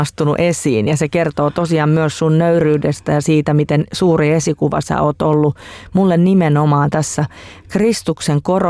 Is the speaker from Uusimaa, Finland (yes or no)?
yes; Vantaa, Uusimaa, Finland; born there; mä oon syntynyt Hakunilassa